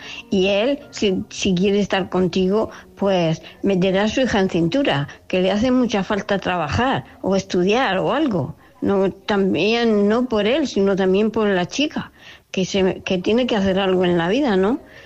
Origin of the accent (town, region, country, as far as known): Murcia, Region of Murcia, Spain